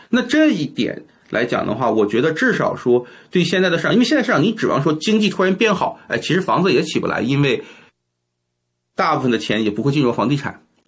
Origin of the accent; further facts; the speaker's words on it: Canada; 所以我作为加拿大人，